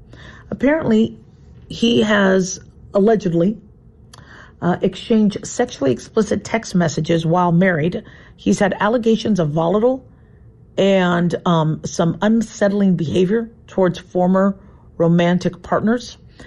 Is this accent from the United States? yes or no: yes; United States; But, you know, for me, I'm American first.